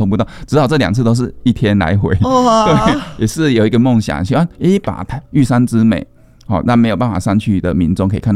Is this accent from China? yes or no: no; Zhushan, Nantou County, Taiwan; 我的家乡有弯游森林，还有银杏森林、我把它做一个曲子，还有八卦茶园，就我们竹山竹子的故乡